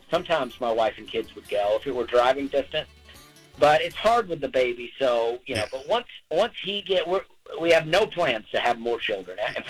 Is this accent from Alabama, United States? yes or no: yes; Alabama, United States; I grew up in Alabama. We didn't really travel a lot.